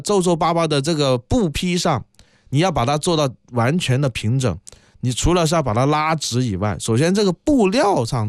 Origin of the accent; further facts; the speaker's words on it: Guangdong, China; 我们广东人